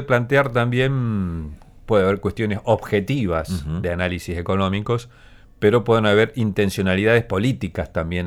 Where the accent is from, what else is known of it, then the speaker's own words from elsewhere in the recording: Argentina; para nosotros acá en Argentina